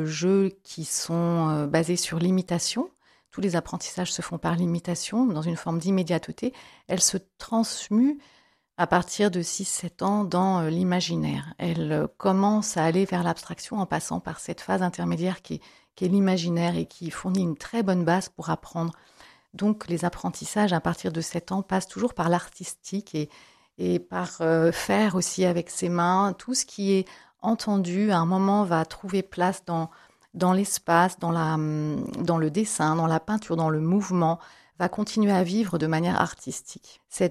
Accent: Grand Est, France; also born or lived in United States

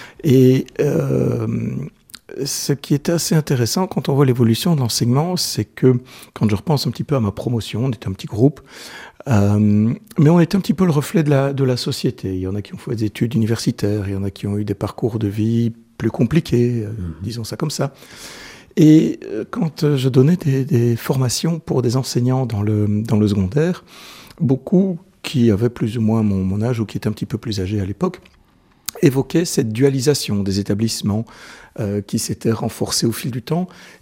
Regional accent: Namur, Wallonia, Belgium; Eh bien, de Namur, et plus particulièrement de Baumel.

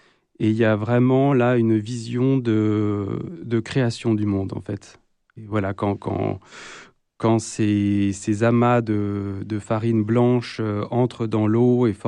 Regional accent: Pays de la Loire, France; also born or lived in Paris; Moi, je suis né à Angers. J'ai grandi donc à 40 km d'ici et je suis parti pour les études à Paris. Et je revenais très souvent à la campagne puisque j'ai grandi vraiment au milieu des bois.

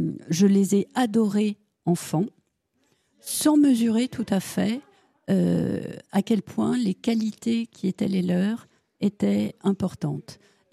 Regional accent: Nantes, Pays de la Loire, France; also born or lived in Pornic; Moi, je suis née à Nantes et j'ai passé mon enfance entre Nantes, où mes grands-parents travaillaient au Théâtre Gralin, et Pornic, où donc mes autres grands-parents, paternels, ceux-là, étaient de petits commerçants.

